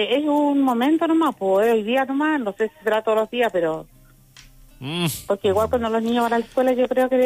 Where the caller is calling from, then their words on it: Tierra Amarilla, Atacama, Chile; yo vivo en Tierra Amarilla